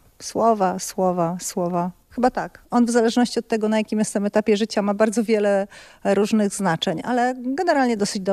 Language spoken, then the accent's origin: Polish; Kalisz, Greater Poland Voivodeship, Poland; born there; also born or lived in Poznań / New York; now in Gdańsk, Poland; Urodziłam się w Kaliszu, w sumie byłam 25 lat w Poznaniu, ponad 7 w Nowym Jorku. Teraz jestem 5. rok w Gdańsku. Myślę, że jednak jestem z Kalisza. Tam jesteśmy, gdzie nasze groby, naszych przodków, tam gdzie ta historia się zaczęła, więc myślę chyba o sobie jako dziewczynie z Kalisza w podróży.